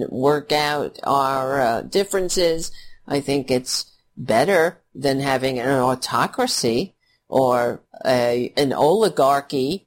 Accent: New York City, New York, United States; I served this country in uniform after witnessing the towers fall in my hometown, and I felt like I needed to do something to help.

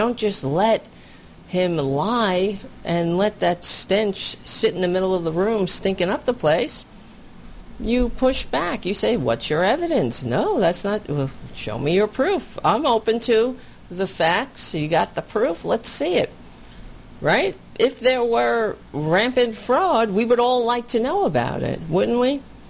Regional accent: New York, United States; You know, I'm from New York. Everybody hates him.

